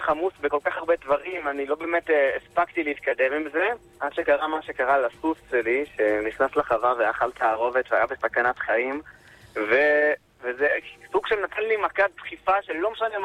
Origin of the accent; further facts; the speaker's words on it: Rehovot, Central District, Israel; also born or lived in Jerusalem / Gush Etzion; נכון, אני הייתי כמה שנים בירושלים... בהתחלה הייתי ברחובות, אחרי זה בירושלים.